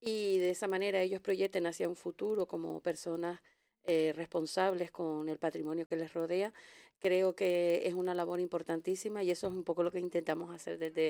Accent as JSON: {"language": "Spanish", "region": "Canary Islands", "country": "Spain"}